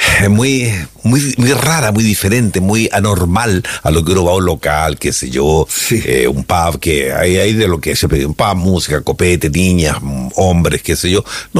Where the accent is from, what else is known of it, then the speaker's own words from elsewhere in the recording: La Serena, Coquimbo, Chile; Tú sabes que yo soy hijo ilustre de la Serena.